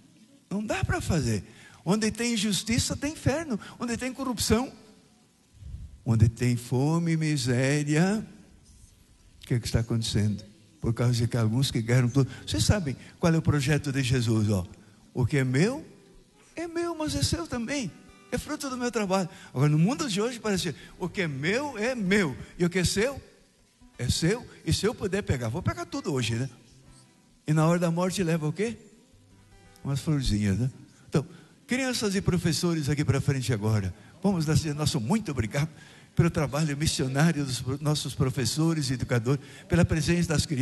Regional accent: Rio de Janeiro, Brazil; eu vim do Rio de Janeiro, e estou aqui agora

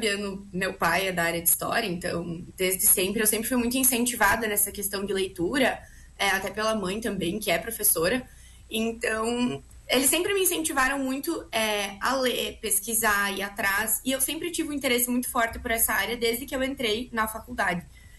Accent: Pinhalzinho, Santa Catarina, Brazil; moved away as an adult; now in Santa Maria, Brazil; sou natural de Pinhalzinho, cresci e vivi a vida toda aí.

